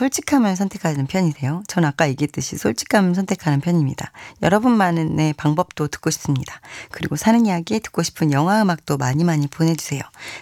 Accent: Seoul, South Korea; 저는 서울이에요.

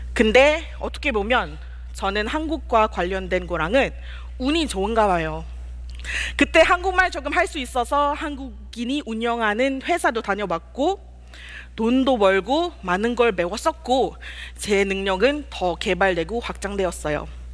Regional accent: Malaysia; Korean is a second language; 저는 말레이시아에서 왔어요

